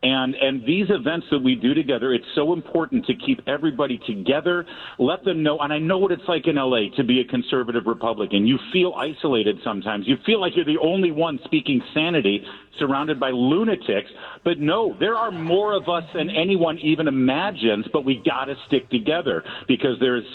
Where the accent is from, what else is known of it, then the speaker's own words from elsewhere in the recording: Corona del Mar, California, United States; listen, I grew up in Corona del Ma